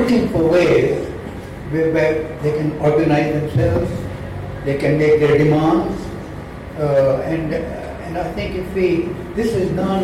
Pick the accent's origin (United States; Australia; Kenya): Kenya; moved away as an adult